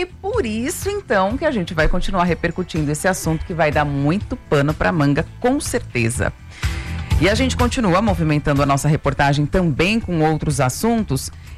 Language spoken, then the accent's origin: Portuguese; São Caetano do Sul, São Paulo, Brazil; Tem vários lugares, inclusive em São Caetano do Sul, eu sou de São Caetano do Sul